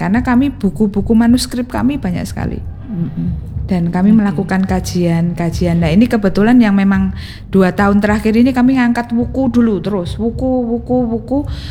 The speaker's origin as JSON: {"language": "Indonesian", "region": "Java", "country": "Indonesia", "said": "Selama kita adalah masyarakat Jawa"}